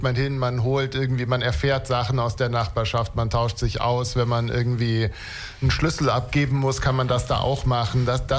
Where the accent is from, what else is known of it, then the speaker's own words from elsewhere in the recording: Munich, Bavaria, Germany; now in Düsseldorf, Germany; als Münchner, wo aufgewachsen bin, wo es das auch nicht gab